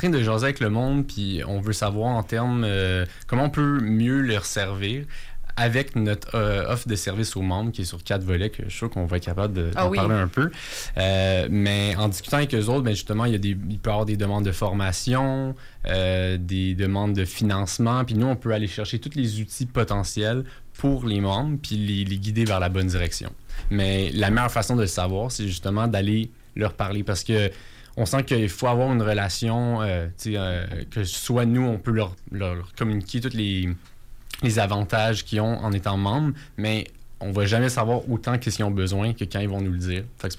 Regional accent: Montreal, Quebec, Canada; moved away as an adult; now in Quebec City, Canada; je suis un gars de Montréal. Ça fait environ 4 ans que je suis à Québec, puis j'adore ça. Je suis pas sur le point de retourner dans la grande ville.

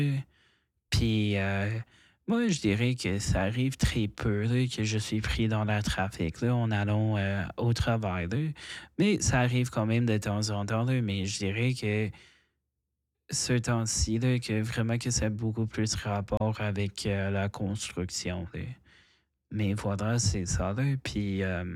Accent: Nova Scotia, Canada; beaucoup de gens de mon coin, beaucoup de gens qui viennent du rive de l'Est. De la Nouvelle-Écosse, donc dans ma région

